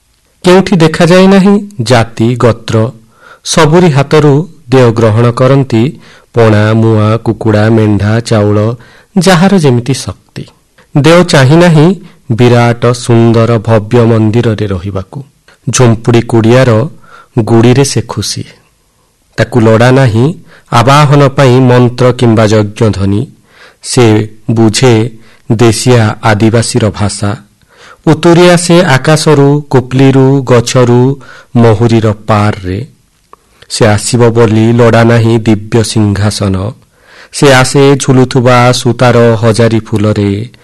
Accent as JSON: {"language": "Odia", "town": "Nabarangpur", "region": "Odisha", "country": "India", "said": "ମୁଁ ଆସିଛି କଣ୍ଟାମାଳ ନବରଙ୍ଗପୁରରୁ।"}